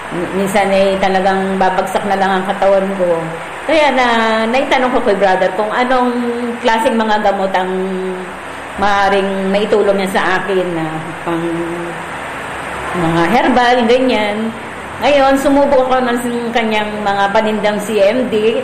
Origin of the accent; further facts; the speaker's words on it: Calapan, Mimaropa, Philippines; Taga Ilaya po.